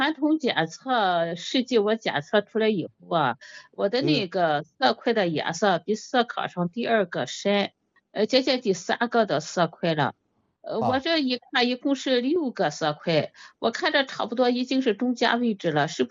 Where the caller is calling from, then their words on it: Shandong, China; 我是山东的糖尿病患者